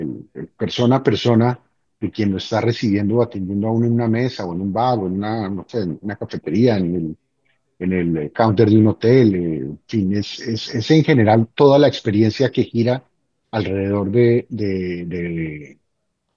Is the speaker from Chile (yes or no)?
no; Panama